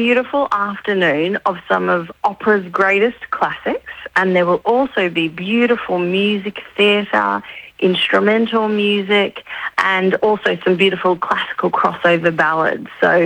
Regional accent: Bundaberg, Queensland, Australia; I'm a girl from Bundy who both my albums have gone to number one on the classical crossover charts

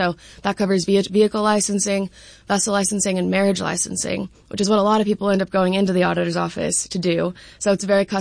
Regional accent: Spokane, Washington, United States; I grew up in around Mount Spokane and grew up skiing on the mountain.

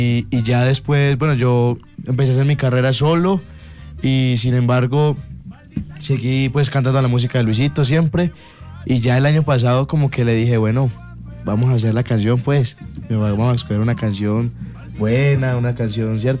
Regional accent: Alcalá, Valle del Cauca, Colombia; en un concierto que él tuvo en mi pueblito, en Alcalá Valle, que es de donde yo soy.

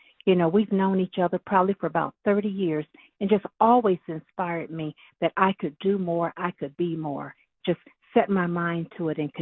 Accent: Selma, Alabama, United States; accent: Southern; moved away as an adult; now in Detroit, United States; I grew up in Selma, Alabama. So I am a Southern girl. You probably can hear that accent.

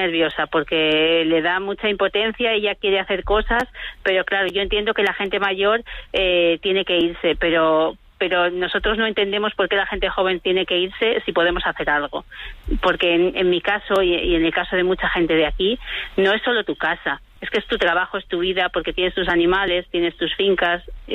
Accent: Fariza, Castile and León, Spain; Fariza, mi pueblo es Fariza, sí.

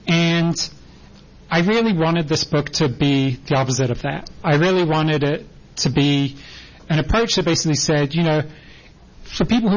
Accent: England, United Kingdom; I grew up in England. It's probably somewhat noticeable from my accent.

